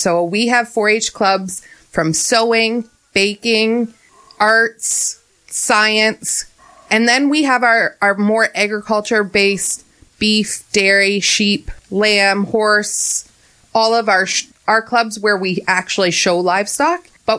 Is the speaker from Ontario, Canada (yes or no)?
yes; Durham, Ontario, Canada; I grew up on a beef calf operation outside of Durham, and I'm still actively involved in that.